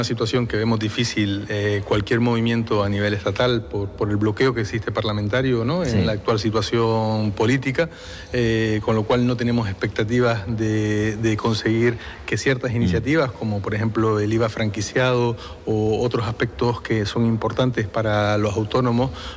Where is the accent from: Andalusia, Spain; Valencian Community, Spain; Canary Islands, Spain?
Canary Islands, Spain; yo creo que es un orgullo, primero como canario y que se reconozca a Canarias